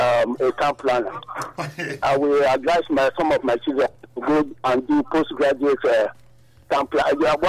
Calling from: Benin City, Edo, Nigeria; I'm calling from Mission Road Market.

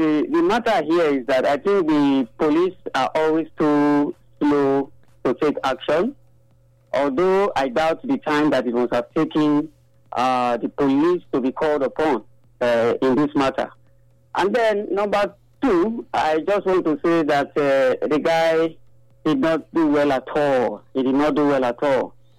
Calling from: Benin City, Edo, Nigeria; I'm calling from Benin City.

